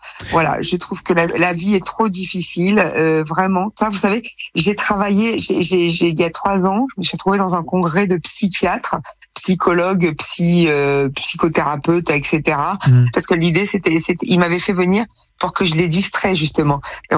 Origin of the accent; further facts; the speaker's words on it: Toulon, Provence-Alpes-Côte d'Azur, France; now in Paris, France; Alors, vous savez, moi je viens de Toulon.